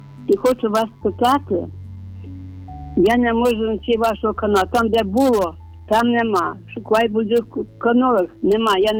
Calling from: Lviv, Lviv Oblast, Ukraine; Зі Львова.

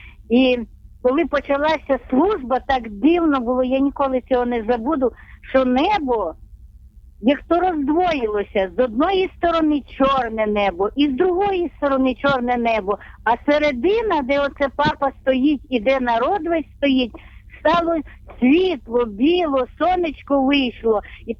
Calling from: Korosten, Zhytomyr Oblast, Ukraine; Я з Житомирської області, місто Коростень.

